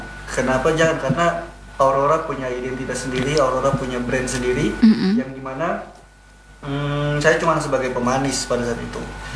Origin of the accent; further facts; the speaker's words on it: Manggarai, East Nusa Tenggara, Indonesia; saya orang Manggarai, tapi tidak bisa saya paham bahasa Manggarai tahu.